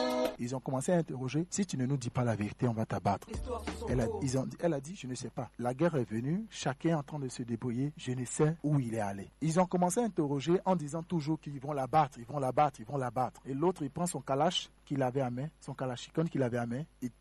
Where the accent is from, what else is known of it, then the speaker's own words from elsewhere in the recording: Dabou, Lagunes, Côte d’Ivoire; moved away as an adult; now in Cameroon; je viens de la Côte d'Ivoire, précisément de la ville de Dabou.